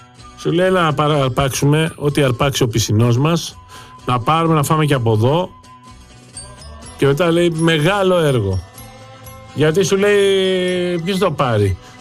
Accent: Greece; Την Ελλάδα μας, τη χώρα μας. Την πατρίδα μου.

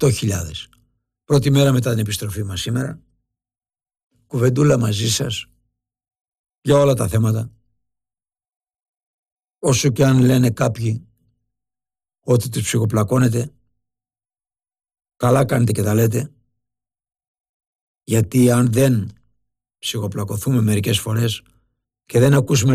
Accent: Lefkada, Ionian Islands, Greece; moved away; Να πήγα στα μέρη μας Βάσο.

